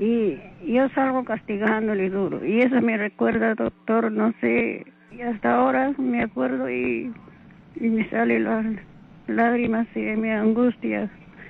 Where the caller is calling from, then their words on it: Carmen de la Legua-Reynoso, Callao, Peru; Acá de Carmen de la Legua